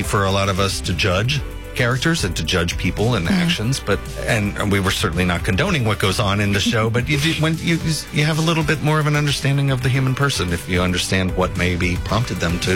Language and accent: English; Atlanta, Georgia, United States; I'm from Atlanta